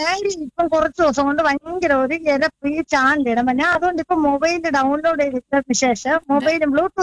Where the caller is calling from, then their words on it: Kerala, India; അരശുമൂട്, അരശുമൂട് എന്ന് പറയുന്ന സ്ഥലത്ത്. ഉറിയക്കൂടെ കഴിഞ്ഞിട്ട് അരശുമൂട് എന്ന് പറയുന്ന